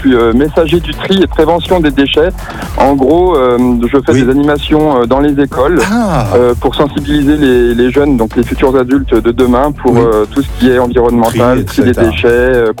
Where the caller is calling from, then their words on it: Aix-les-Bains, Auvergne-Rhône-Alpes, France; Oui, Aix-les-Bains, c'est bien ça.